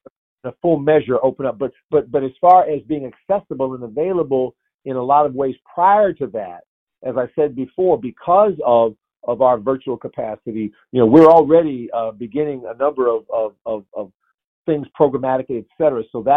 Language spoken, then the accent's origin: English; Cleveland, Ohio, United States; I grew up in Cleveland, Ohio, and I was a member of the Antioch Baptist Church. That's where my family was.